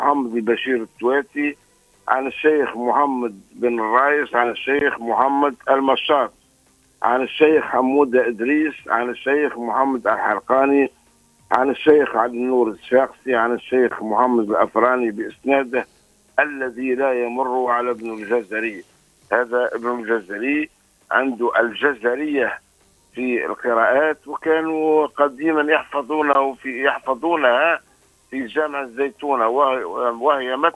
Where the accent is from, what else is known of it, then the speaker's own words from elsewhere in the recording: Tunisia; بلادنا تونس